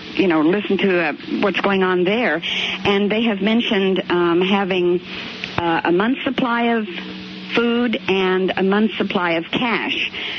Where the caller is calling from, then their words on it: Modesto, California, United States; I'm calling you from the San Joaquin Valley, Modesto, California.